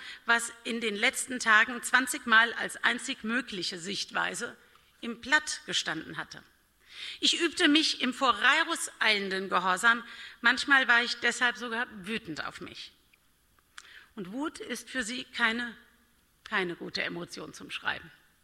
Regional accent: Bad Kreuznach, Rhineland-Palatinate, Germany; born or raised there

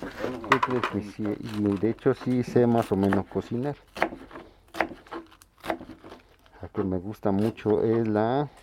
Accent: Hidalgo, Mexico; moved away; Soy estado de Hidalgo. Allá nos dedicábamos lo que es la... lo que es el maíz, el frijol y también café.

